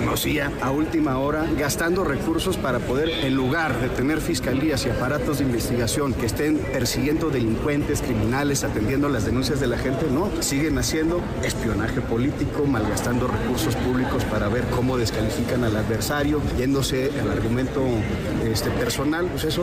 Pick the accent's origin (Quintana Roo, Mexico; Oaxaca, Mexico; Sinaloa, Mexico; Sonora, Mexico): Sonora, Mexico; Magdalena de Kino; born there; soy originario de Magdalena de Quino, Sonora.